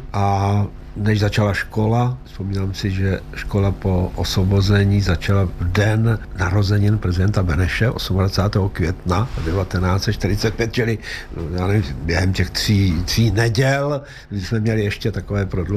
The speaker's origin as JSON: {"language": "Czech", "town": "Plzeň", "region": "Plzeň Region", "country": "Czechia", "tie": "born or raised there", "said": "já jsem vyrůstal v Plzni"}